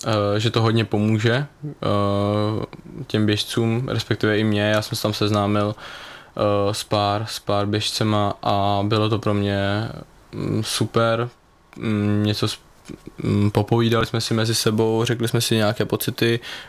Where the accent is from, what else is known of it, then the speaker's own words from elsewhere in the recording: Chrudim, Pardubice Region, Czechia; Já jsem z Chrudimi.